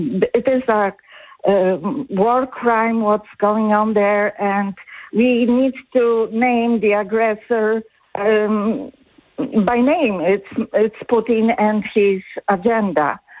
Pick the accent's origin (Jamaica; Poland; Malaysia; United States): Poland; accent: Polish; I am of Polish heritage, very, as you can tell from my accent, very interested in that topic, and indirectly affected also because my family and my friends still live in Poland